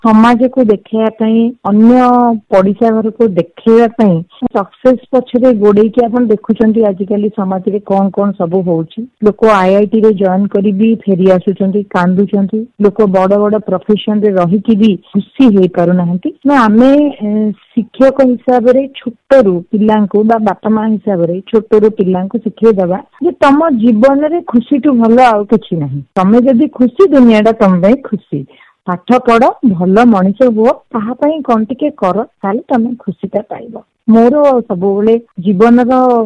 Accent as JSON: {"language": "Odia", "town": "Koraput", "region": "Odisha", "country": "India", "tie": "born or raised there", "said": "ମୁଁ କୋରାପୁଟରେ ଜନ୍ମ ହେଇଥିଲି, କୋରାପୁଟର ପାହାଡ ପର୍ବତ ନଦୀ ଝରଣା ଦେଖିକି ମୁଁ ବଡ ହେଇଛି, କୋରାପୁଟର ସରକାରୀ ବାଳିକା ବିଦ୍ୟାଳୟ ମୁଁ ସବୁ ପାଠ ପଢିଛି"}